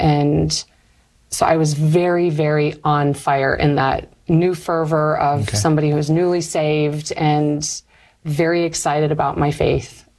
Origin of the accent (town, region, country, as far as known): Michigan, United States; born or raised there